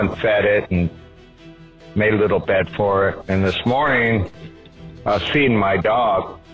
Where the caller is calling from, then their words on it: Maui, Hawaii, United States; I'm calling from Maui, Hawaii.